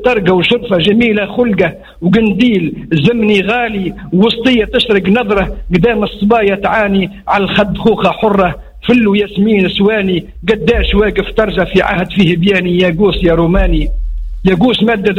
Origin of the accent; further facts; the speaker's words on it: Jradou, Zaghouan Governorate, Tunisia; ما قعدناش محافظين على اللغة الأمازيغية البربرية كيما الجنوب والشلحة وغيرها، لأن احنا في, في, في, في, في وسط في قلب تونس في قلب بعيد سوسة في السنتر